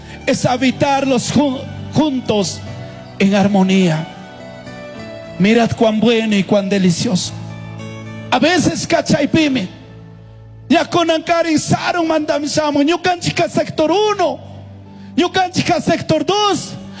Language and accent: Spanish; Colombia